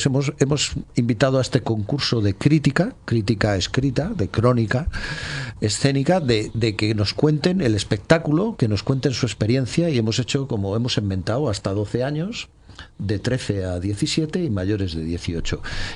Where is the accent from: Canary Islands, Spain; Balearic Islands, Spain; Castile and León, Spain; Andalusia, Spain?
Castile and León, Spain; somos una comunidad donde la calle nos permite una franja de estacionalización temporal muy restringida por nuestra climatología. No somos Levante, no somos Canarias ni Andalucía